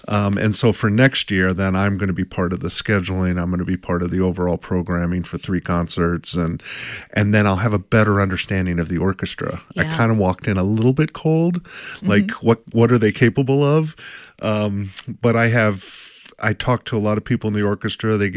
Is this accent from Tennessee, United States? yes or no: yes; Oak Ridge, Tennessee, United States; growing up in Oak Ridge, Tennessee, we had a very rich musical life and arts.